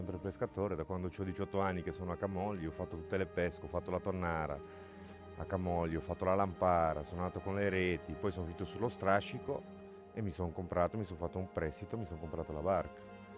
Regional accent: Romania; Italian is a second language; Cioè, io parlo io che sono rumeno.

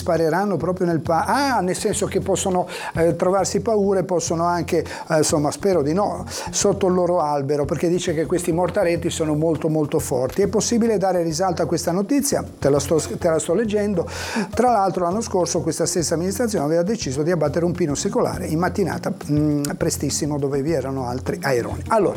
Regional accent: Rapallo, Liguria, Italy; Sono di Rapallo, nelle giornate del primo, dell'1, 2, 3 luglio si celebra la festa della Madonna della città

